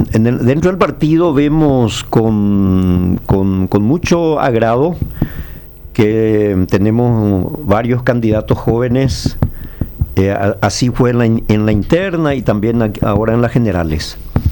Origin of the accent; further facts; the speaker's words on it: Borja, Guairá, Paraguay; now in Lambaré, Paraguay; soy guaireño oriundo de Borja.